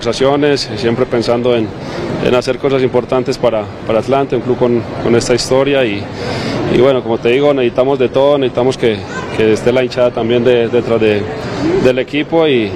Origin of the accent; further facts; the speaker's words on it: Colombia; yo creo que estuve otra vez 2 años en mi país, en el club que me dio a conocer como Atlético Nacional, donde aproveché esa oportunidad, disfruté esos 2 años en mi club, y sabes que Colombia también contamos con varias ciudades que tienen altura